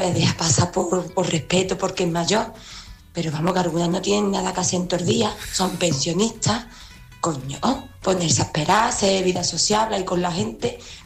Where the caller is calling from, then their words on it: Seville, Andalusia, Spain; de Sevilla.